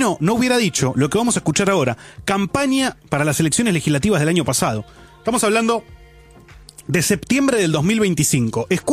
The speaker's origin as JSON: {"language": "Spanish", "region": "Tucumán", "country": "Argentina", "said": "Si yo soy tucumano, quiero vivir bien en Tucumán."}